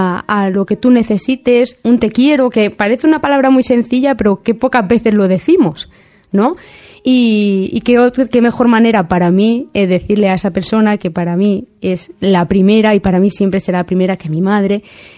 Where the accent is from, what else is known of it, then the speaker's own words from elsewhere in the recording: Montornès del Vallès, Catalonia, Spain; moved away as an adult; now in Gisá (nearby town), Spain; realmente desde bien pequeñita. He vivido muchísimos años aquí. Mis padres siguen viviendo aquí. Mi hermano sigue viviendo aquí. Lo único que yo, pues por temas del amor, pues me fui ya hace unos añitos a vivir a una población cercana, Gisá.